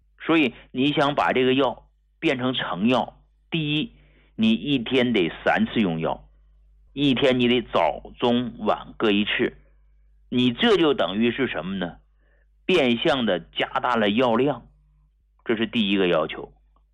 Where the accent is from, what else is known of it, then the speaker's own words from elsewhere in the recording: Hegang, Heilongjiang, China; moved away as an adult; also born or lived in Harbin; now in Beijing, China; 我是从黑龙江鹤岗工农区农村走出来的